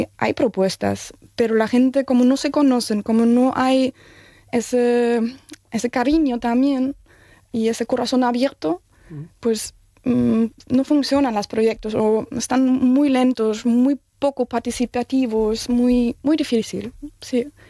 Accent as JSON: {"language": "Spanish", "country": "Germany", "second_language": "Spanish", "moved": "yes", "said": "También vengo de Alemania, ya estoy 11 años aquí, así que tan nuevo no estoy"}